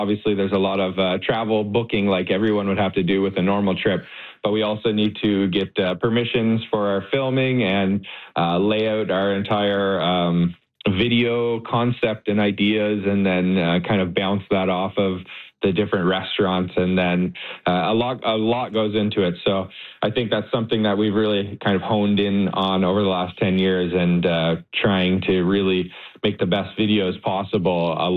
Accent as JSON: {"language": "English", "region": "New Brunswick", "country": "Canada", "said": "So I'm from New Brunswick."}